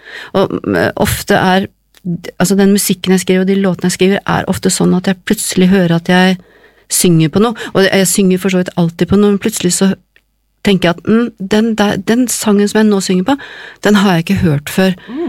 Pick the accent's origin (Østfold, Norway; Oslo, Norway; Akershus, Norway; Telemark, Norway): Østfold, Norway; Moss; Egentlig så kommer jeg fra Moss